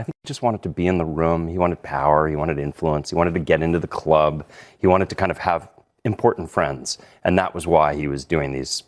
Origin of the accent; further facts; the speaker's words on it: United States; I'm an American.